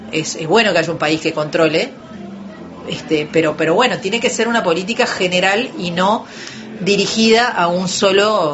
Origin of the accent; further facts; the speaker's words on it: Uruguay; como uruguayos tenemos que abrazar y que tenemos que conservar